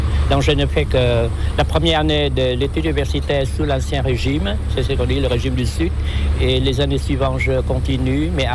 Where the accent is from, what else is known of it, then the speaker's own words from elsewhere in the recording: Ho Chi Minh City, Vietnam; born there; French is a second language; je suis né à Saigon le 20 octobre 1955, c'est-à-dire après la guerre d'Indochine.